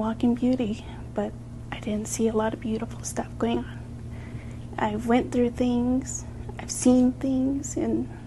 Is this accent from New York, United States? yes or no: no; Wheatfields, Arizona, United States; I grew up on the Navajo Reservation. I grew up in Wheatfields